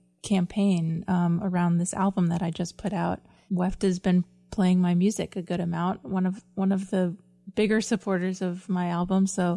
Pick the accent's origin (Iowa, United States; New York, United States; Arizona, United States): Arizona, United States; Tucson; I'm from Tucson, Arizona, originally